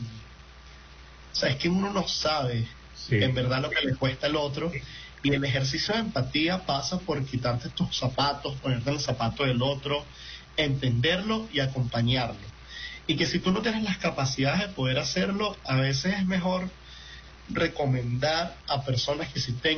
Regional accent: Venezuela; seguíamos vivos también como venezolanos.

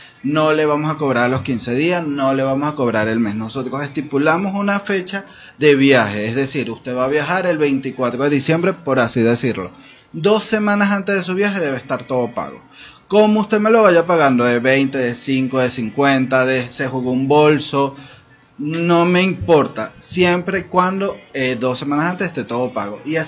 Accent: Venezuela; para mí eso es fundamental como venezolano.

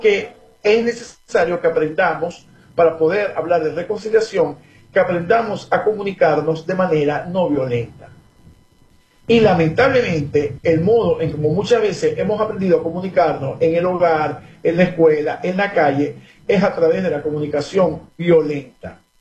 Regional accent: Venezuela

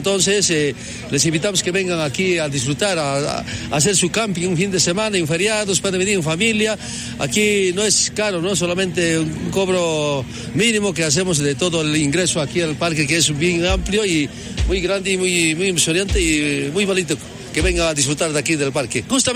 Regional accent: Bolivia; Con esta crisis que estamos pasando nosotros como bolivianos.

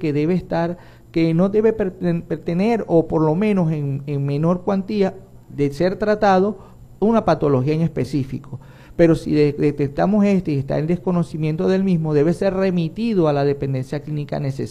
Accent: El Tigre, Anzoátegui, Venezuela; moved away as an adult; also born or lived in Caracas / Valencia; now in El Tigre, Venezuela; soy nativo, soy oriundo de esta tierra, ver esto es un sueño hecho realidad, porque lo que tanto trabajé fuera, estuve más de 20 años fuera de la zona, trabajando en la ciudad capital, igualmente en Valencia

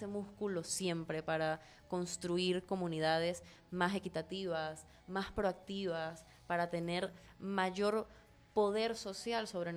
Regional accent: Venezuela

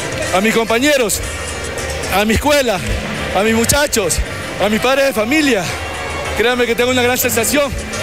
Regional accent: El Carmen, Manabí, Ecuador; born there; a mi pueblo querido, Manabí, al Carmen, a mi tierra bonita

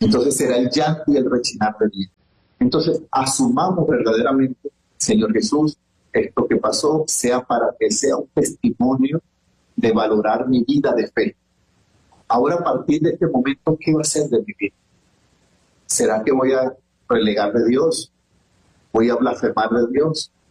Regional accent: Caracas, Capital District, Venezuela; now in Táchira, Venezuela; Sí, yo soy caraqueño. Sí, soy caraqueño, tengo toda mi familia en La Vega, en Caracas. Tengo en el Táchira, ya casi voy a cumplir dentro de un año y tanto, voy a cumplir 25 años aquí en el Táchira.

